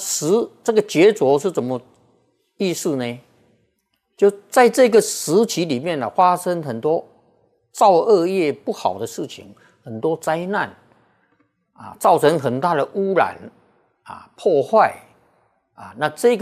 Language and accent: Chinese; Taiwan; born there; 像我们生在台湾啊，像我这个年纪的生在台湾啊